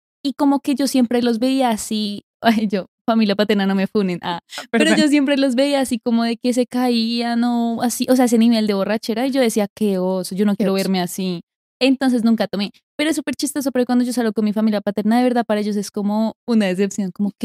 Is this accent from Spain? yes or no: no; Bogotá, Colombia; born there; Nací en Bogotá.